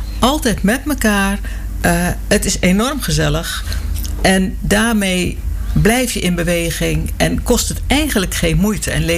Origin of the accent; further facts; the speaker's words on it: Netherlands; moved away as an adult; now in Kerkenveld, Netherlands; mijn roots liggen in Drenthe. En dan niet zozeer. Ik ben hier niet opgegroeid. Ik ben opgegroeid in het westen van het land.